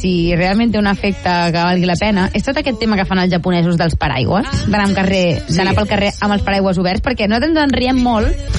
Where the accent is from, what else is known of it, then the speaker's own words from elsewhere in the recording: Blanes, Catalonia, Spain; d'entrada soc de Blanes. Llavors, tota la meva adolescència l'he viscut a la platja